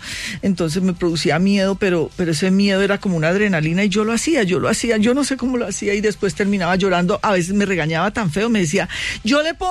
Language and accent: Spanish; Bogotá, Colombia; born there; Yo tengo carácter, mira, yo nací en Bogotá, me crié con Paisa Gaspar y Gloria Zapata, que es como una madre mía también, una actriz.